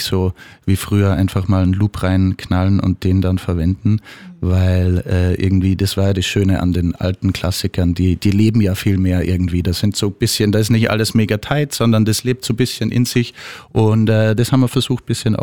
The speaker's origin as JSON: {"language": "German", "region": "Salzburg", "country": "Austria", "lives_now": "Vienna, Austria", "said": "wir sind ja eigentlich alle Salzburger und kennen uns schon ewig eigentlich aus der Schule sogar. Und dann sind alle mal ein bisschen ausgewandert und haben sich dann in Wien wiedergefunden."}